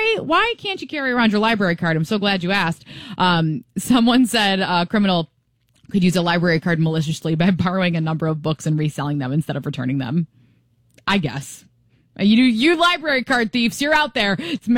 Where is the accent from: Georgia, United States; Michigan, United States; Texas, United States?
Michigan, United States; moved away; I am from Michigan, where Canada is right next door.